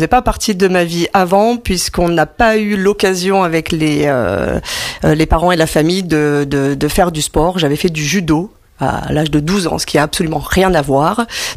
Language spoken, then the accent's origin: French; Hauts-de-France, France; moved away as an adult; now in Île-de-France, France; je ne suis pas de la région parisienne, je suis picarde.